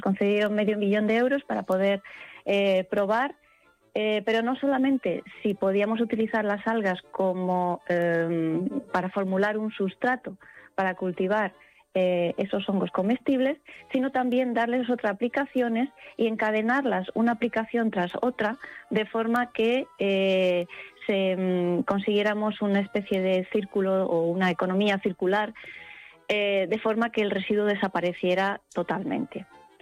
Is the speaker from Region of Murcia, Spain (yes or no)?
yes; Murcia, Region of Murcia, Spain; born or raised there